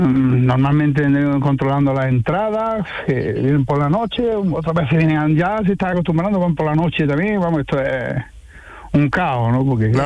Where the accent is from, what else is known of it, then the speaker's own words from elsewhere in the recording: Córdoba, Andalusia, Spain; Yo soy de Córdoba, sí.